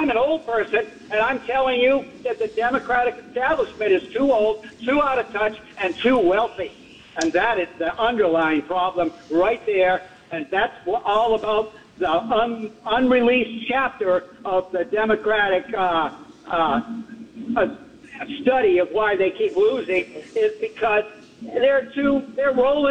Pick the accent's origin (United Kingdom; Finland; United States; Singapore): United States; Cambridge, Massachusetts; born there; now in New Hampshire, United States; as far as Massachusetts is concerned, where I was born in Cambridge, but I live in New Hampshire